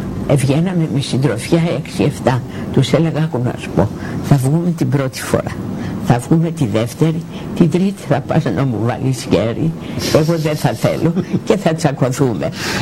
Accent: Chios, North Aegean, Greece; now in Athens, Greece; Έφυγα από τη Χίο και πήγα στην Αθήνα διότι ήθελα να νιώσω λίγο ανεξάρτητη.

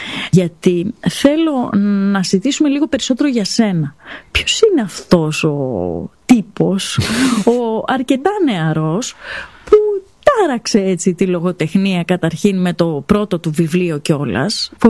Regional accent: Piraeus, Attica, Greece; γιατί και εγώ μεγάλωσα στον Πειραιά.

